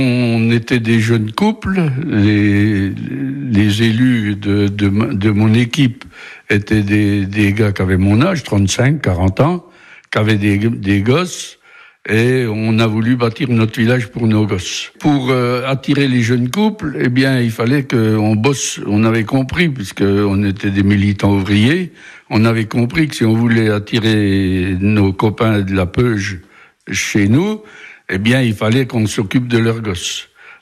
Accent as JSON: {"language": "French", "town": "Montenoy", "region": "Bourgogne-Franche-Comté", "country": "France", "tie": "born or raised there", "said": "Je suis né à Montenoy. Je suis issu d'une famille catholique de Calotin."}